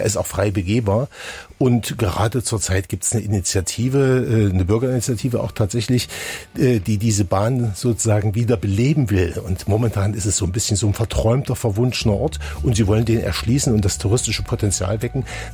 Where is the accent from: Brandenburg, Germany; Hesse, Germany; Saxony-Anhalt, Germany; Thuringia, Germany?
Thuringia, Germany; Das hat aber damit zu tun, dass ich bin geborener Thüringer, ich bin hier aufgewachsen und seit 1990 als Journalist im Land unterwegs.